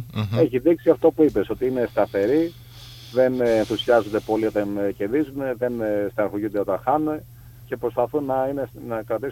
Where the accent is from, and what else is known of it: Greece